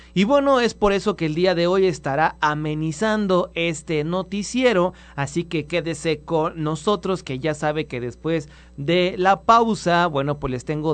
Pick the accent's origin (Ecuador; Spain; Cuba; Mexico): Mexico; nosotros como mexicanos votamos por quienes imparten justicia